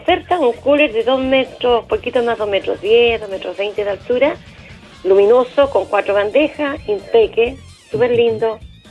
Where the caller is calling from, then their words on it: Talcahuano, Biobío, Chile; De aquí del Cerro de Fuentes, soy vecina de Tironi.